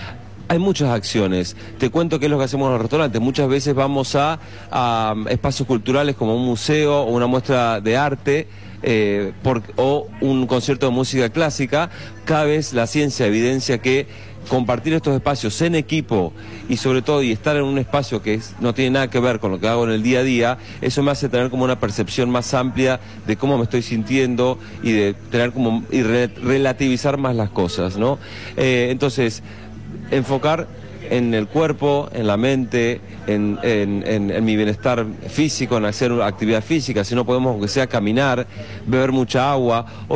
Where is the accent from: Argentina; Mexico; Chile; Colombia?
Argentina; Santa Fe; now in Madrid, Spain; yo soy fan de la Argentina, soy enamorado de mi país. Me siento orgullosamente argentino y soy un embajador también de mi patria y de mi Santa Fe querido también